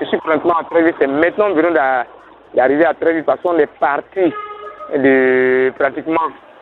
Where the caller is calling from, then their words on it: Abidjan, Côte d’Ivoire; nous autres, on est dans le sud du district autonome d'Abidjan.